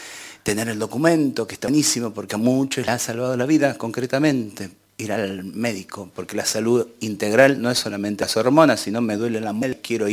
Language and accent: Spanish; Argentina; Salgo de mi país, entro en mi país